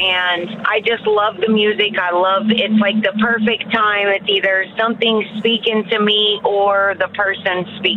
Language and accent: English; Mansfield, Ohio, United States; I am from Mansfield, Ohio